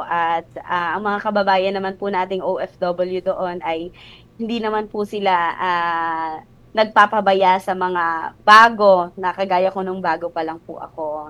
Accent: Bongabon, Central Luzon, Philippines; Dito po ako sa bayan ng Bungabon, dito sa Nueva Ecija.

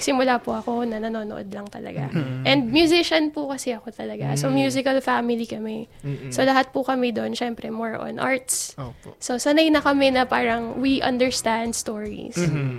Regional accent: Manila, Metro Manila, Philippines; And at the time po, I'm not from Laguna. I'm really from Manila. So lumaki po kaming Maynila.

